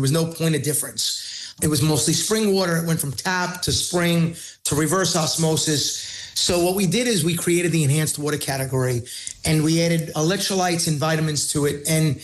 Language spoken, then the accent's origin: English; Queens, New York, United States; That's why I always say … from Queens, right?